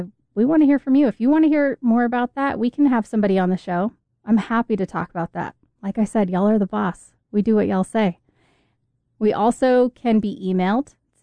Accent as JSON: {"language": "English", "region": "Texas", "country": "United States", "said": "Not to always bash California, but I'm from Texas"}